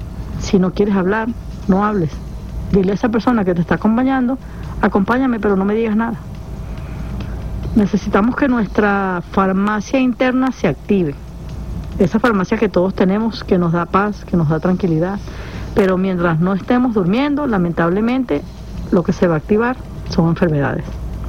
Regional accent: Venezuela; somos hermanos, somos venezolanos.

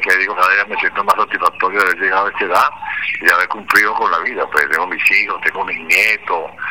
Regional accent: Caracas, Capital District, Venezuela; moved away; Yo soy caraqueño y me crié en el velódromo

